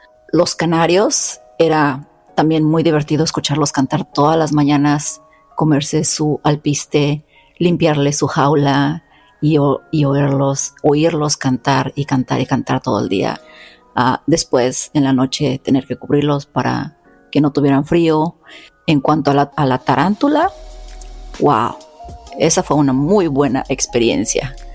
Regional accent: Mexico City, Mexico; moved away as an adult; now in United States; Yo crecí en la Ciudad de México hasta los 21 años y después me vine para acá, para Estados Unidos.

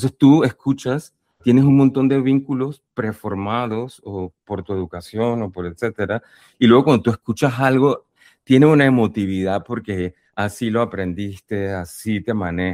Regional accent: Panama; A mí me preguntan a veces si yo soy bilingüe, porque aquí en Panamá hablamos español e inglés

